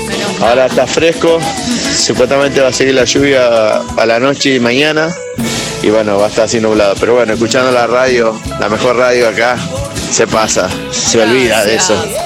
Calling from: Buenos Aires, Argentina; de Buenos Aires

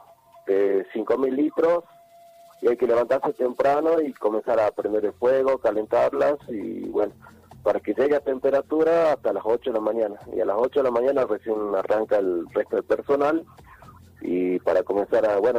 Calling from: Palpalá, Jujuy, Argentina; Estoy acá en Catua. Yo soy de Palpalá, estoy acá en Catua

